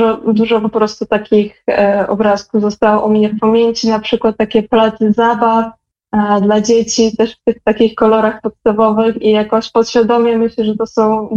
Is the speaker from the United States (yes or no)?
no; Belarus; moved away; dużo myślę o swoim kodzie kulturowym i o tym, co zostało u mnie w pamięci ze mną po tym, jak dorastałam na Białorusi.